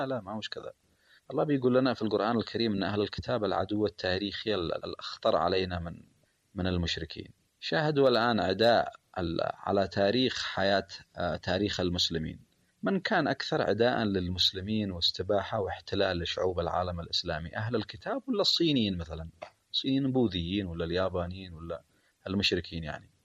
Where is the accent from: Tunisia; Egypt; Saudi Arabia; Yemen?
Yemen; نحن كشعب يمني لا نيأس أبدا